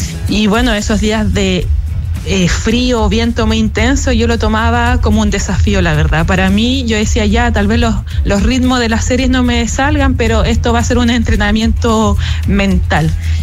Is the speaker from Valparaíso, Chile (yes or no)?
no; Castro, Los Lagos, Chile; yo nací, me crié en Chiloé, y en Chiloé hace muy poco solo hay una pista. Yo soy de Castro